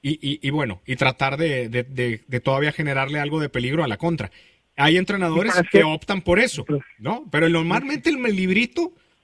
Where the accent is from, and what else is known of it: Mexico